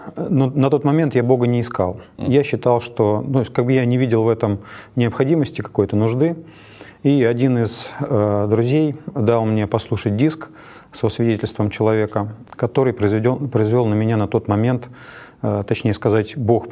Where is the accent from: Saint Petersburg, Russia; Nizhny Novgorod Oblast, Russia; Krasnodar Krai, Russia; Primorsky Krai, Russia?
Nizhny Novgorod Oblast, Russia; Zavolzhye; now in Nizhny Novgorod, Russia; Я родом из города Заволжья Нижегородской области